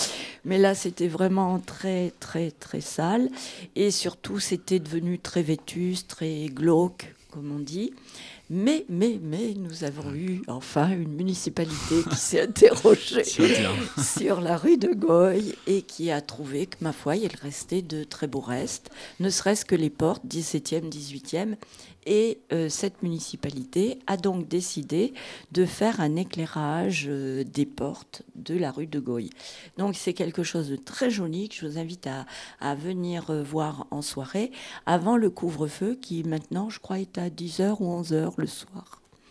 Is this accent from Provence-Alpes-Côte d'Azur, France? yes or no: no; Ambert, Auvergne-Rhône-Alpes, France